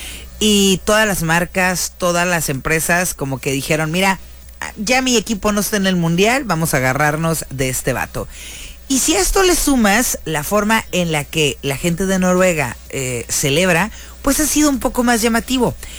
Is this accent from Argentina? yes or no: no; Mexico; nosotros por ejemplo, pues cuando vamos como mexicanos que vamos a otro país